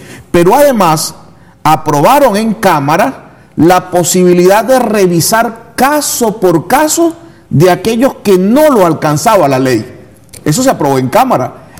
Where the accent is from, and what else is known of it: Venezuela